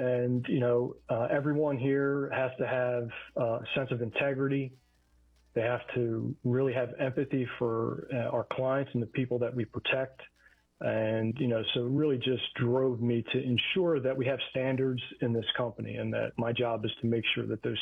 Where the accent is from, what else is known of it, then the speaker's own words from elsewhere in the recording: Philadelphia, Pennsylvania, United States; I grew up in South Philadelphia in a small, close-knit community in a row home.